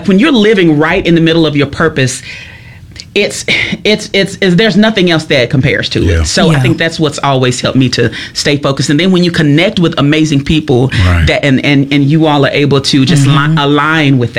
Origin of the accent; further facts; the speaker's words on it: United States; I grew up in Itala County, right? I was raised by my grandparents